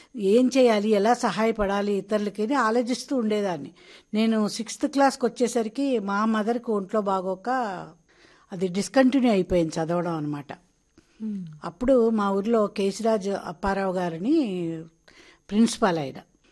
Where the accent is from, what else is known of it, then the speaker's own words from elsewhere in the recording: Kovvur, Andhra Pradesh, India; నేనమ్మా, మాది వెస్ట్ గోదావరి కొవ్వూరు, పశ్చిమ గోదావరి జిల్లా. అక్కడ జన్మించడం జరిగింది. నా బాల్యం అంతా కూడా కొవ్వూరులోనే జరిగింది.